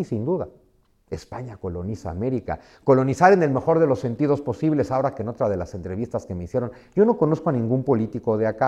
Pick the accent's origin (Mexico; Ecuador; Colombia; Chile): Mexico; born there; Yo nací en México en 1975, crecí en la década de los 80